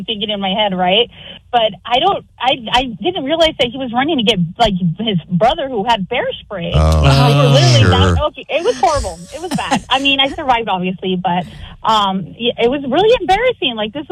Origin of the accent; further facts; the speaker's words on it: Arizona, United States; You're from California and I'm from Arizona.